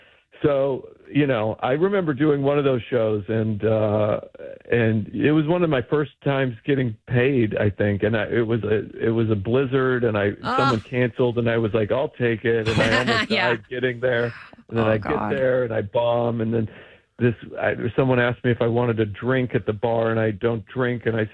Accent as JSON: {"language": "English", "region": "Idaho", "country": "United States", "said": "I'm from Idaho, and I would drive all over the Northwest"}